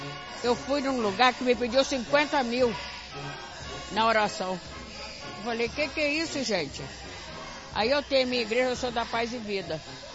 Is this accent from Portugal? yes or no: no; Inhaúma, Brazil; sou de Inhaúma.